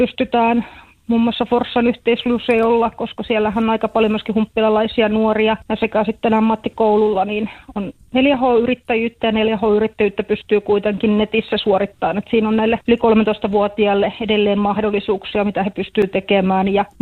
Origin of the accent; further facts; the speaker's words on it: Jokioinen, Tavastia Proper, Finland; kyllä minä olen Jokioisilta